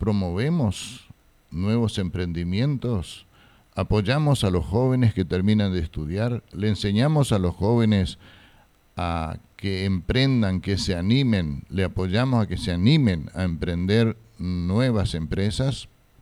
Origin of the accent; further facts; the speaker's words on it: Fram, Itapúa, Paraguay; moved away; En mi retorno a mi terruño, soy frameño. Viví muchos años afuera, hace ya 26 años que estoy que retorné a Fram.